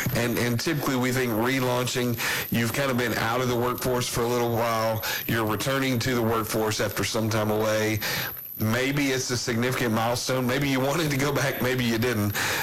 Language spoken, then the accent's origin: English; Louisville, Kentucky, United States; Yeah, that's exactly right. And West Kentucky.